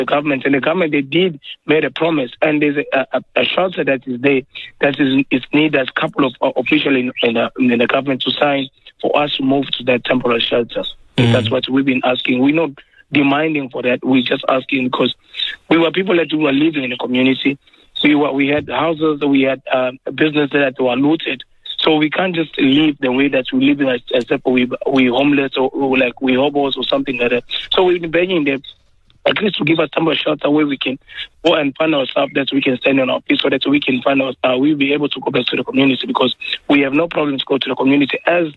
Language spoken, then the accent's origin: English; DR Congo; To be quite honest with you, we have no choice, because I'm from Congo, the country where I come from. There's war.